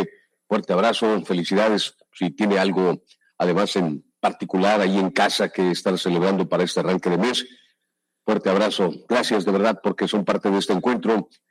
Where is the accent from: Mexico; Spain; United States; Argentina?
Mexico